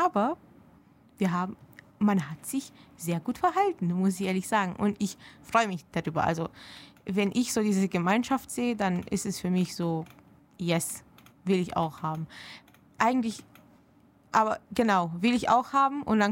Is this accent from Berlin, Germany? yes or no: no; Heilbronn, Baden-Württemberg, Germany; ich komme ja ursprünglich aus Heilbronn und ich bin ja dort öfters, weil ich pendle zwischen Uni und zu Hause.